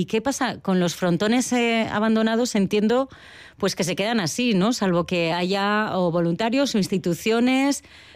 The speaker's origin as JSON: {"language": "Spanish", "town": "Larraga", "region": "Navarre", "country": "Spain", "said": "Yo que soy navarra y que me considero también de Larraga"}